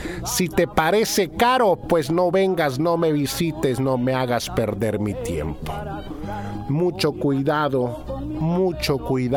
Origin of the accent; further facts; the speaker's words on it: Piura, Peru; Yo soy peruano, paisano igual que usted. Bien peruano. La diferencia es que usted es de Huaraz y yo soy de Piura, de la Sierra de Piura.